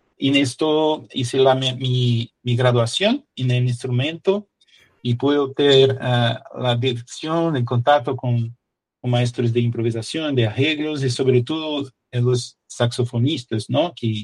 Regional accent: Rio de Janeiro, Brazil; Spanish is a second language; now in Pelotas, Brazil; yo soy saxofonista, trabajé con música muchos años, yo soy de Río de Janeiro

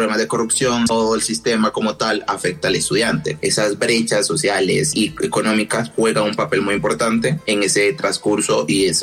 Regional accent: Barbacoas, Nariño, Colombia; soy de Arbacoas, Nariño, soy estudiante de Peama, afro

